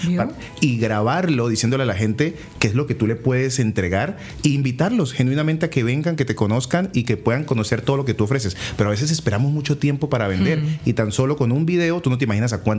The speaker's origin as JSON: {"language": "Spanish", "town": "Cali", "region": "Valle del Cauca", "country": "Colombia", "also_born_or_lived": "Mexico"}